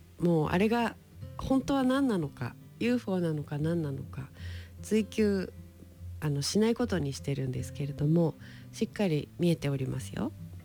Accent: Mito, Ibaraki, Japan; born or raised there; moved away

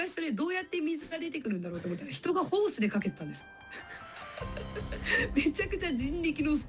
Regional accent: Kawasaki, Kanagawa, Japan; 私ね、あの出身が川崎市なんですよ。

